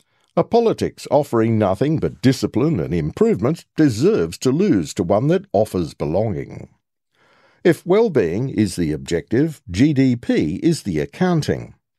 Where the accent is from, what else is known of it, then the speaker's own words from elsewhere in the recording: Stratford-upon-Avon, West Midlands, United Kingdom; moved away as an adult; now in London, United Kingdom; I grew up in Stratford-upon-Avon, but if you want to be a journalist in this country, you move to London.